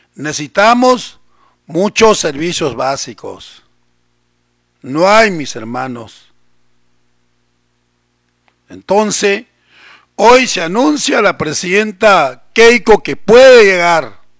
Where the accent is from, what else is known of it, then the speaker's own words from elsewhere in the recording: Tacna, Peru; Los que queremos a Tacna y los que somos de Tacna y raíces tacneñas